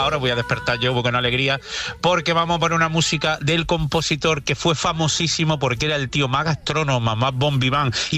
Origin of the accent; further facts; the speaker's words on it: Granada, Andalusia, Spain; le encantaba el jamón de mi tierra de Granada